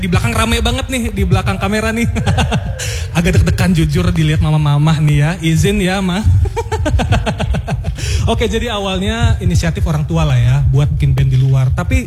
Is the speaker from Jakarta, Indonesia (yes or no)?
no; Serang, Banten, Indonesia; Aku orang Serang